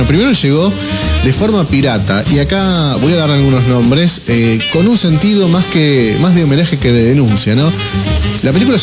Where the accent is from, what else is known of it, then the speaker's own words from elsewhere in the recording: Morón, Buenos Aires Province, Argentina; Yo, que soy de Morón, nacido en Morón y vivo en Morón